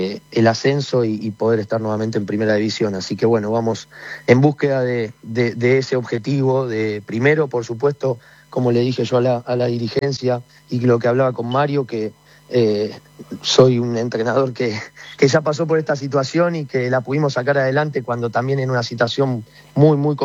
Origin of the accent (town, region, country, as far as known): Argentina; moved away as an adult; now in Paraguay